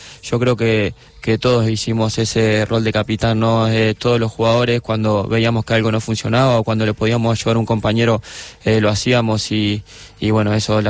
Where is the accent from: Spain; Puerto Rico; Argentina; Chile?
Argentina; más que yo soy de Argentina